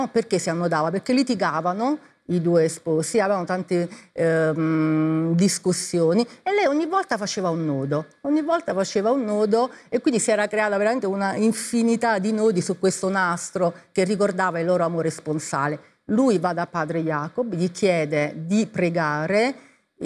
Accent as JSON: {"language": "Italian", "town": "Gaeta", "region": "Lazio", "country": "Italy", "said": "delle signore di Gaeta, io sono di Gaeta, della mia parrocchia di allora"}